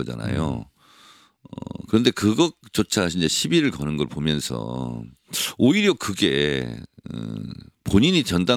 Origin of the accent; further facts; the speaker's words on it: Daejeon, South Korea; moved away; also born or lived in Chungcheong; 충청이 낳고 대전이 기르고 처갓집은 전남 강진이고 지역구는 서울이고